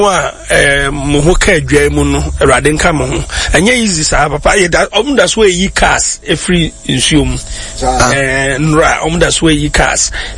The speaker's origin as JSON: {"language": "English", "town": "Dodowa", "region": "Greater Accra", "country": "Ghana", "said": "from Dodowa Baoleshi. My greetings to our church members, Spirit-filled Assemblies of God Church, Ghana."}